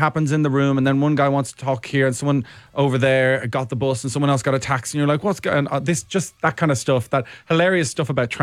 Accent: Ireland; also born or lived in England; I'm an Irish guy, really, with my roots and everything like that.

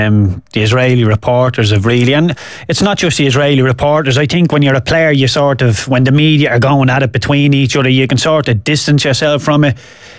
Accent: Ireland; I think we all sort of rolled our eyes as Irish people and went, that didn't happen.

